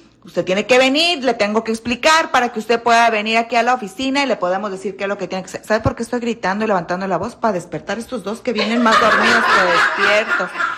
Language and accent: Spanish; Michoacán, Mexico; No, soy de Michoacán.